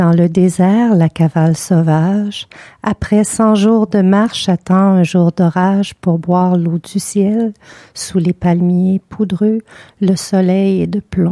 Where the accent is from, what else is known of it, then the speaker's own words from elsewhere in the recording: Laval, Quebec, Canada; also born or lived in Montreal; je suis née au Québec, à Montréal, mais je suis demeurée jusqu'à l'âge de 1 an. Alors, en fait, j'ai grandi à Laval, qui est une ville juste au nord de Montréal. On appellerait ça la banlieue.